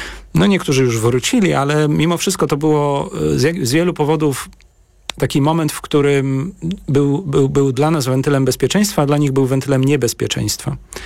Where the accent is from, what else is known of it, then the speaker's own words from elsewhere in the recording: United Kingdom; tracę kontrolę jako Brytyjczyk, brytyjski obywatel z jakimś tam no, właśnie miejscem właśnie w tej hierarchii i społeczeństwie